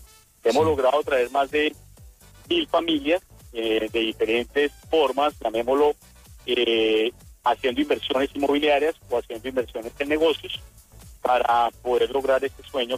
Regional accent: Colombia; now in Weston, United States; Ese fue realmente el motivo porque nos fuimos de Colombia. Y bueno, hoy ya llevamos 15 años en Estados Unidos, en el sur de la Florida, en Weston, logrando ese sueño americano

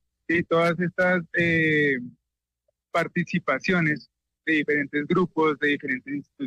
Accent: Bogotá, Bogotá D.C., Colombia; que somos los bogotanos, los rolos, los cachacos, incluso la gente que viene de afuera.

